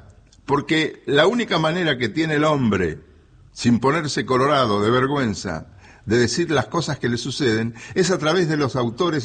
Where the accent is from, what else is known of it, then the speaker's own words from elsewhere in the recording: Bragado, Buenos Aires Province, Argentina; Yo soy de La Llanura, de un pueblo que se llama Bragado.